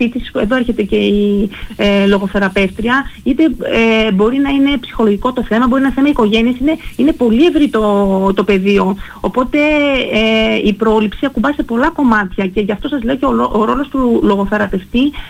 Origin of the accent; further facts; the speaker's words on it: Florina, Western Macedonia, Greece; χωρίς είμαι βουνίσια, κατάγομαι από τη Φλόρινα